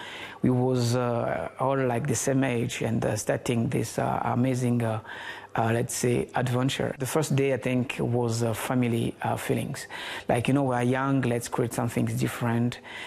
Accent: Germany; I grew up in Germany, so sometimes I lose my passion very quickly.

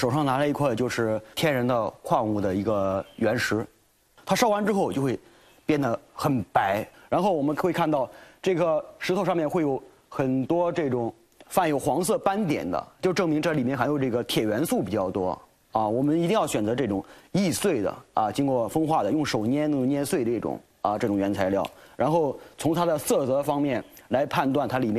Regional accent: Luoyang, Henan, China; 因为我们洛阳是古代丝绸之路的东方起点

